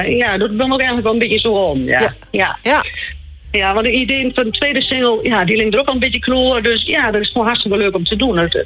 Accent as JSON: {"language": "Dutch", "region": "Drenthe", "country": "Netherlands", "said": "Ik kom uit Zinderveen"}